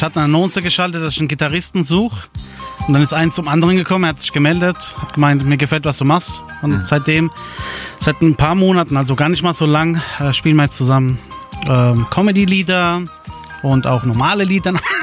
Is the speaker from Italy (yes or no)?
yes; Sicily, Italy; moved away; Sizilien, ja.